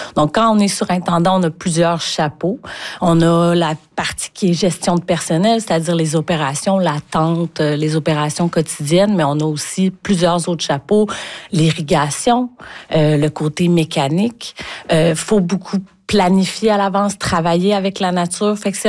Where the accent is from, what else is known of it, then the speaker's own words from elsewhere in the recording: Clarke City, Quebec, Canada; moi, je suis originaire de Clarkcité, donc c'est à côté.